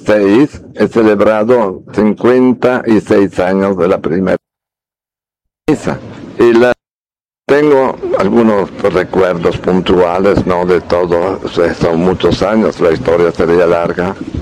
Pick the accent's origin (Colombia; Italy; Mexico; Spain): Italy; Spanish is a second language; now in Bolivia; Y después, soy italiano, entonces ejercí mi ministerio allá, especialmente en parroquias, oratorios, hasta que vine aquí a Bolivia